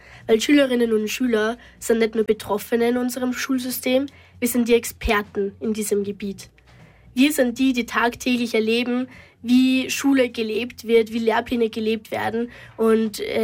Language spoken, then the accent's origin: German; Jagenbach, Lower Austria, Austria; ich komme aus Jagenbach. Das ist eine kleine Ortschaft im Waldviertel in Niederösterreich.